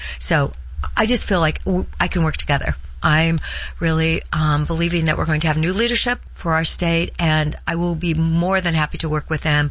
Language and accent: English; Heppner, Oregon, United States; But, okay, I grew up when we actually had 300 more lumber mills in the state. I was from Hempner. We had the Kinzu Mill.